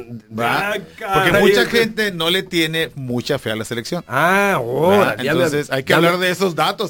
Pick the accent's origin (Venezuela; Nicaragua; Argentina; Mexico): Mexico; porque somos mexicanos, ¿no?